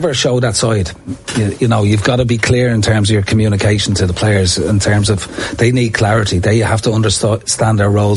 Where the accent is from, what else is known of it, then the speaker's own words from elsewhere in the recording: Ireland; I suppose sometimes I felt, because I'm the Irish end of things, that I know the Irish market